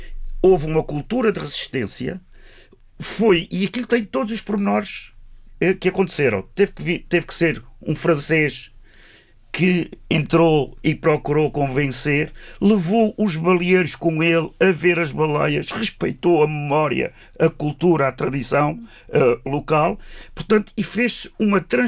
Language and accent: Portuguese; Azores, Portugal; born there; Eu dou o exemplo da minha terra sempre